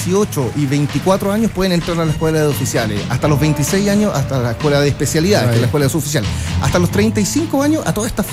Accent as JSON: {"language": "Spanish", "area": "Chiloé", "region": "Los Lagos", "country": "Chile", "moved": "yes", "said": "en mi caso particular, por ejemplo, yo soy de Chiloé."}